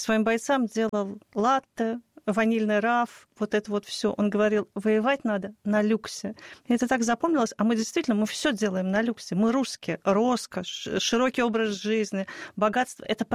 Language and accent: Russian; Moscow, Russia; Я вот коренная москвичка